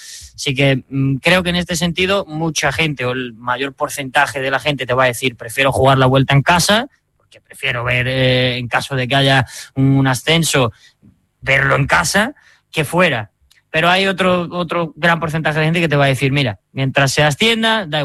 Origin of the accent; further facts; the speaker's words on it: Jaén, Andalusia, Spain; now in Málaga, Spain; yo llevo 6 años en Málaga, trabajo con el Málaga a día de hoy y demás, pero yo soy de Jaén. Yo nací en Jaén.